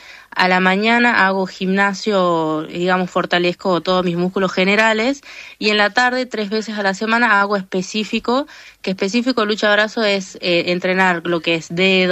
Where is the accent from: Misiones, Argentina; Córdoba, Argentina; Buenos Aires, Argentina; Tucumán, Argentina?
Tucumán, Argentina; San Miguel de Tucumán; accent: northern (norteña); now in Yerba Buena, Argentina; De Tucumán, bueno, toda mi vida viví en Tucumán capital. Y ahora vivo en Yerba Buena, que es como a 20 minutos de capital.